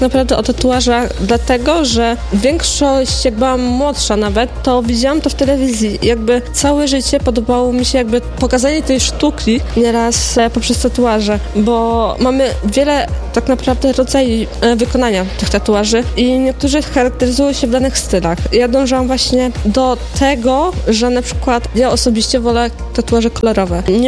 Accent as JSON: {"language": "Polish", "region": "Podlaskie Voivodeship", "country": "Poland", "said": "pochodzę jednak z Podlasia i tak naprawdę wracam do korzeni."}